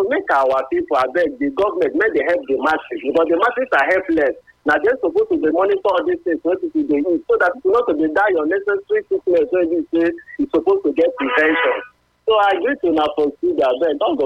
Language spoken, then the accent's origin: English; Ogara, Delta, Nigeria; Okay, I stand as I come from Ogara Delta State.